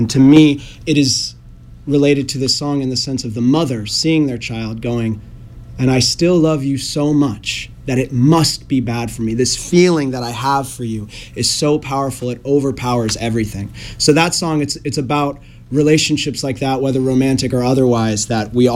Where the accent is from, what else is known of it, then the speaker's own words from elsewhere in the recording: Chico, California, United States; I was born June 1st, 2000, my social security number is, and I was born here in Chico.